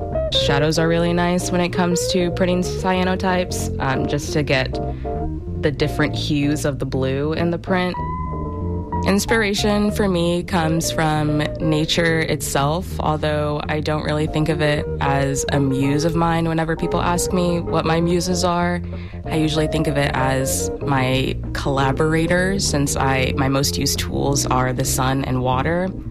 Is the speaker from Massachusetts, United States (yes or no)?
no; Houston, Texas, United States; from Third Ward, and you're listening to Houston Matters with Craig Cohen.